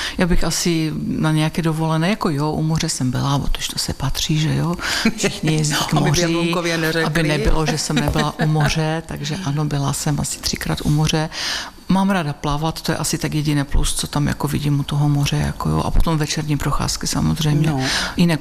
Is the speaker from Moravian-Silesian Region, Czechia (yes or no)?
yes; Jablunkov, Moravian-Silesian Region, Czechia; Ale ona to má historii, tam u nás v Jablunkově, ve finále i na Štrambersku, třeba tam byly kamenolomy a v Jablunkově, v Mostech u Jablunkova se razily tunely